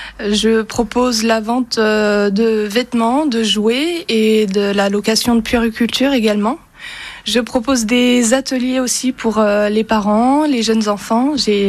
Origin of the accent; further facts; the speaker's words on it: Pays de la Loire, France; moved away as an adult; now in Saint-Gilles-Croix-de-Vie, France; Je viens de la Sarthe. On est dans la région depuis 3 ans